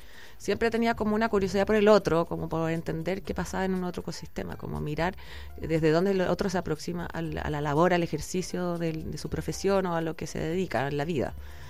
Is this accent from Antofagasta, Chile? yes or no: no; Melipilla, Santiago Metropolitan, Chile; Yo soy de Melipilla, del campo.